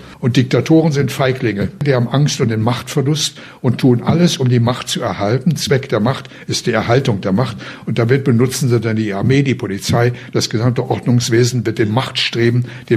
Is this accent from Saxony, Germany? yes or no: yes; Saxony, Germany; Bei uns zu Hause im Erzgebirge, da sind Sie nur das Horstelchen. Sie gehören schon zur Familie.